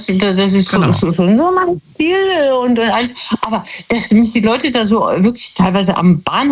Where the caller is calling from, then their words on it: Betzdorf, Rhineland-Palatinate, Germany; Aus Betzdorf.